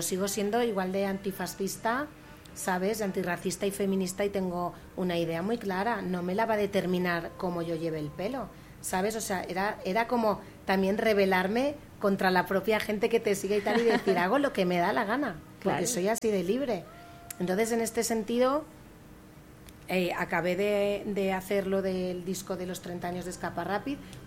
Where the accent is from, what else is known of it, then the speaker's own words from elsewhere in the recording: Valencia, Valencian Community, Spain; en el Teatro Thalía en Valencia, dos días seguidos que llenamos, que fue maravilloso, porque fue en mi tierra, ¿sabes? En mi ciudad